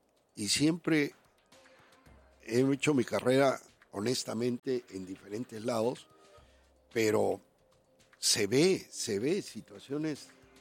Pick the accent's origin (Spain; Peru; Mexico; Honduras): Peru; Chincha, Ica; Yo soy de Chincha, en Chincha el agua viene cuando, por horas, Ica también.